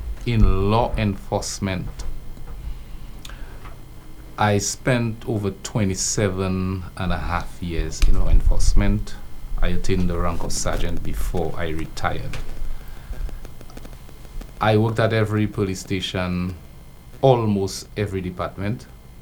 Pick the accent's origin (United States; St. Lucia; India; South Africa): St. Lucia; Micoud; moved away as an adult; now in Vieux Fort, Saint Lucia; I'm originally from Mikot, but I've been living in Beaufort for the past 20 odd years.